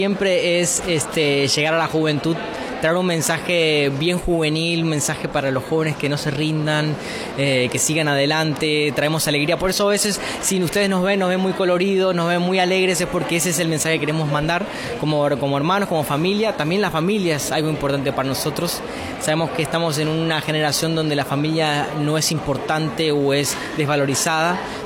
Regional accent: Argentina; Todos criados en una calle llamada Montreal, por eso de ahí sale el nombre. Mucha gente nos confunde de que somos de Canadá, pero en realidad Montreal era la calle en Argentina donde nos criamos.

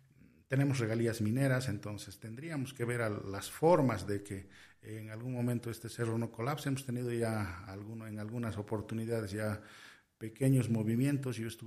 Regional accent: Potosí, Bolivia; como potosinos y como bolivianos

